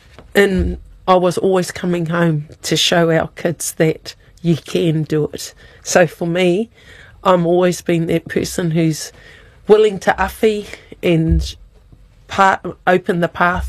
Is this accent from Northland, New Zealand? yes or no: yes; Otawa, Northland, New Zealand; not just for the whānau, but for the community where I come from Otawa, Northland.